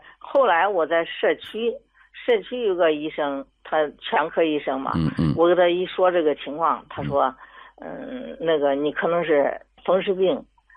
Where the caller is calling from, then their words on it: Zhengzhou, Henan, China; 我是河南郑州的